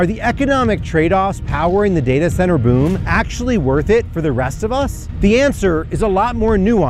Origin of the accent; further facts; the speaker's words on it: Oregon, United States; I traveled from my home state of Oregon, which has seen mass layoffs and disappearing tax revenue.